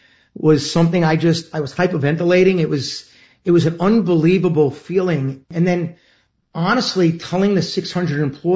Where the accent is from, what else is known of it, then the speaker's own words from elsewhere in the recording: Queens, New York, United States; It's why I always say … from Queens, right?